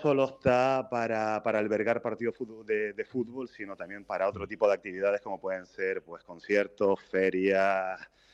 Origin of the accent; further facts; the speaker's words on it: Santa Cruz de Tenerife, Canary Islands, Spain; yo soy chicharrero. Vivo en La Salle, tardo 3 minutos en llegar caminando al estadio.